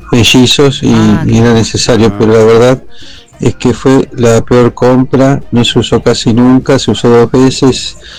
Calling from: Buenos Aires, Argentina; de Lugano

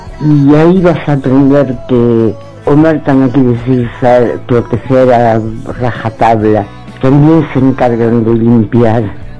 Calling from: Buenos Aires, Argentina; de Colegiales.

